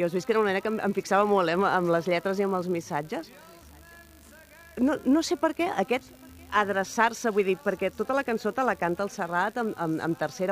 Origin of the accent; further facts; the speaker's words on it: Mataró, Catalonia, Spain; Bueno, jo soc de Rocafonda també, com el Lamine Yamal.